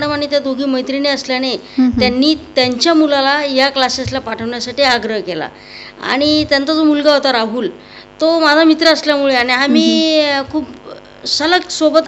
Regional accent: Maharashtra, India; दर 3 वर्षात बदली ही अपरिहार्यता होती आणि त्यामुळे माझं बालपण जे आहे ते विदर्भात गेलं. विदर्भातही एका शहरात आम्ही सेट होऊ शकलो नाही.

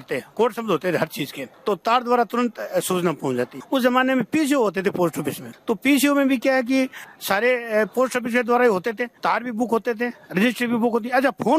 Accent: Rajlota, Rajasthan, India; मेरा छोटा गाँव राजलोता डेगाना तहसील नागौर जिले में

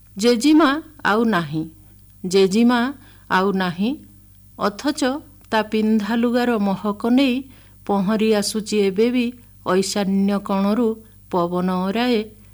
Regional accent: Odisha, India; born or raised there

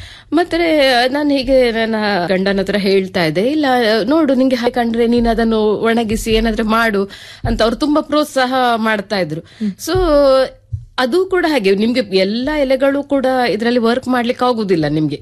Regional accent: Saligrama, Karnataka, India; born or raised there; moved away as an adult; also born or lived in Sagara / Udupi / Mangaluru / Sharjah, UAE

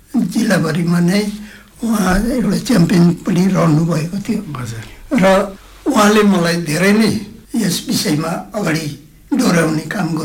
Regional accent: Darjeeling, West Bengal, India; मेरो जन्म बतासे फुलबारी गाउँ घुम दार्जिलिङमा भएको हो र मेरो यो पुर्ख्यौली घरमा नै म जन्मेको हुना कारणले गर्दामा त्यहाँदेखि बाहिर म कतै मेरो बसोबासो हुन सकेको थिएन।

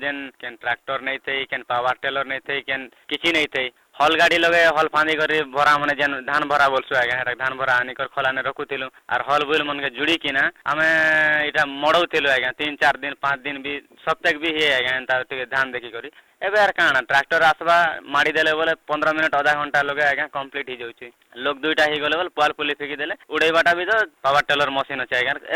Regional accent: Durduri, Odisha, India; ମୋର ଗାଁ ହେଲା ଦୁରଦୁରି ଆଜ୍ଞା। ମୋର ପଞ୍ଚାୟତ ହେଲା ଦ୍ୱାରସୁନି

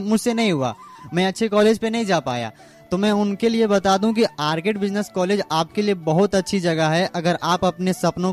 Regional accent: Lakhisarai, Bihar, India

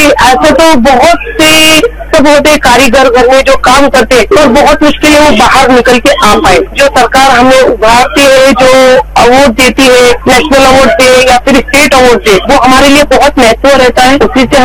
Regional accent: Gujarat, India; मैं गुजरात से हूँ, भावनगर कच्छ की साइड से।

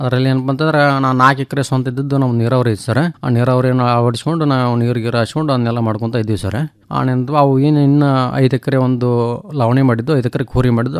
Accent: Dyamahunasi, Karnataka, India; born there; ಗಜೇಂದ್ರಗಡ ತಾಲೂಕು ದ್ಯಾಮಹುಣಸಿ ಗ್ರಾಮದ ರೈತ. … ನಾನು ಹುಟ್ಟಿದ್ದು ಅದೇ ದ್ಯಾಮಹುಣಸಿ ಗ್ರಾಮದಲ್ಲಿ.

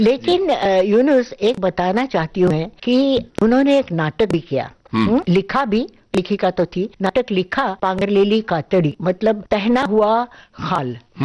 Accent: Pune, Maharashtra, India; also born or lived in Lucknow; हाँ पुणे आ गई, और नाना के पास, मतलब अपने पिता के पास, मेरे नाना अप्पा नाम कहते थे, और तब से मैं उनकी छत्र छाया में पली बड़ी।

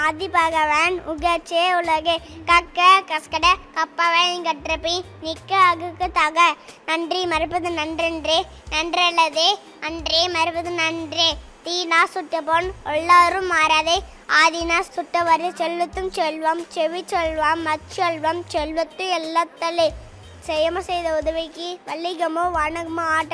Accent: Egattur, Tamil Nadu, India; ஈகாட்டூர்.

